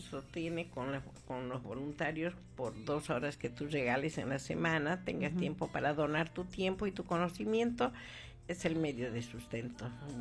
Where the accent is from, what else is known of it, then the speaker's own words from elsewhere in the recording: Bolivia; now in Argentina; comunidad boliviana, nos gusta simplemente nuestro ranchito, ¿no? Nosotros como bolivianos vamos a ir por ahí a vivir todos a Celina o todos más allá.